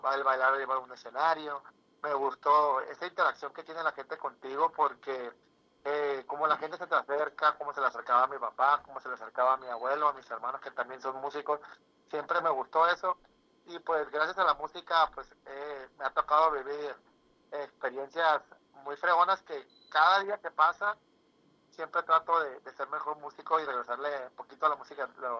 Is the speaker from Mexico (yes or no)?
yes; Mazatlán, Sinaloa, Mexico; Y somos aquí oriundos de Mazatlán